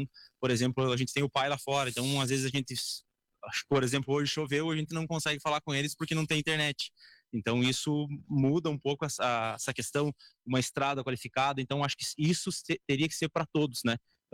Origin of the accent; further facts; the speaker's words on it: Soledade, Rio Grande do Sul, Brazil; Sou natural de Soledade, nasci e me criei aqui. Sou natural, vamos dizer assim, do São Sebastião, primeiro distrito de Soledade, mas sou natural daqui.